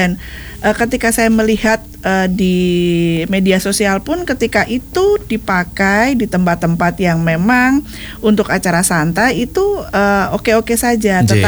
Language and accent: Indonesian; Java, Indonesia; kita ini orang Jawa